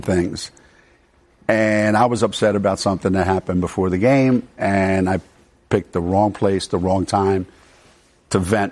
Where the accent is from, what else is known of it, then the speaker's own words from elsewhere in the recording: Italy; English is a second language; moved away; Maybe when I came over from Italy, you know, I didn't speak the language.